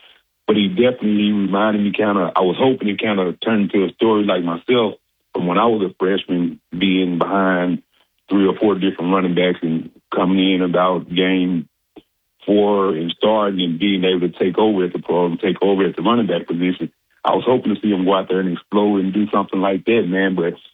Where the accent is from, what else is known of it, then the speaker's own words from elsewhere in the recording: Arkansas, United States; So growing up in Arkansas, and I would see Arkansas-Texas games